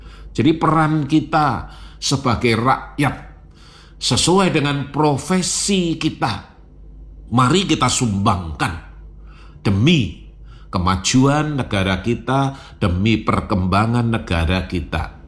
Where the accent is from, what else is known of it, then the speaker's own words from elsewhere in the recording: Surakarta, Central Java, Indonesia; Kita orang Solo, tetangga kita orang Solo, teman kita orang Solo